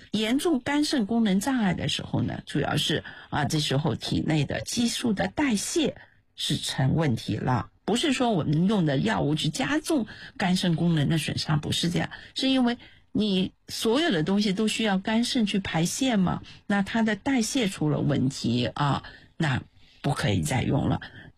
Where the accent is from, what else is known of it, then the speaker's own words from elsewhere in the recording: China; 从人种来说，我们作为中国人，我们的血栓风险是比欧美人士呢要低的